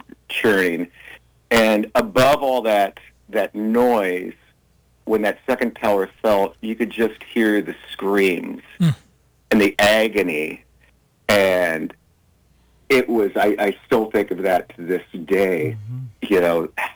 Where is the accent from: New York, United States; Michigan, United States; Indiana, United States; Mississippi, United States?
New York, United States; New York City; as a New Yorker